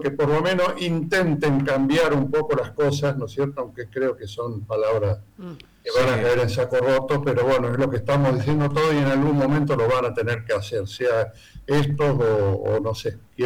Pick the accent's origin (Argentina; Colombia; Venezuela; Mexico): Argentina; somos argentinos